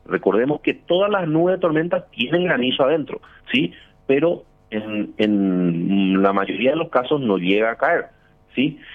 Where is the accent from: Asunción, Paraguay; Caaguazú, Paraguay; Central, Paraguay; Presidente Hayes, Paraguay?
Central, Paraguay; Luque; yo, por ejemplo, soy de Luque